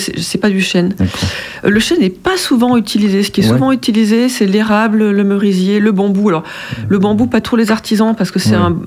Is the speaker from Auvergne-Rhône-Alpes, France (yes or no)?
yes; Auvergne-Rhône-Alpes, France; moved away as an adult; also born or lived in south of Lyon; now in Périgord, France; j'ai grandi en Savoie aussi, hein, donc proche des montagnes.